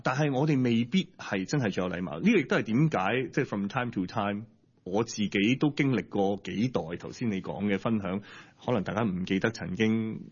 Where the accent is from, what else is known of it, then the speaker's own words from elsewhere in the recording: Hong Kong; 我覺得我哋香港人嘅服務好